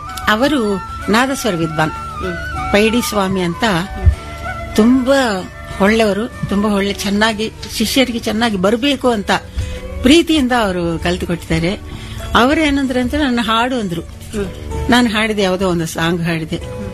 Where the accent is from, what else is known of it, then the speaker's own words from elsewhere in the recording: Sircilla, Telangana, India; also born or lived in Pallapatla, Andhra Pradesh; ಹುಟ್ಟಿದ್ದು ಅಲ್ಲೇ ಆಂಧ್ರಪ್ರದೇಶ ಗುಂಟೂರು ಡಿಸ್ಟ್ರಿಕ್ಟ್, ಆದ್ರೆ ಬೆಳೆದಿದ್ದೆಲ್ಲ ನೈಜಾಮ್ ಸ್ಟೇಟ್ ಸಿರಿಸಿಳ್ಳ ಅಂತ ಅಲ್ಲಿ ಬೆಳೆದಿದೆ.